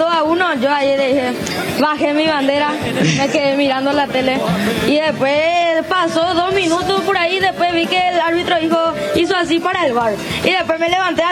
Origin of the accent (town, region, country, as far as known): Limpio, Central, Paraguay